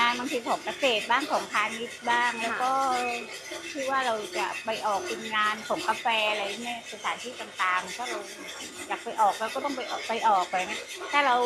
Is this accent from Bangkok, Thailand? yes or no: no; Surat Thani, Thailand; now in Ranong, Thailand; เป็นคนสุราษฎร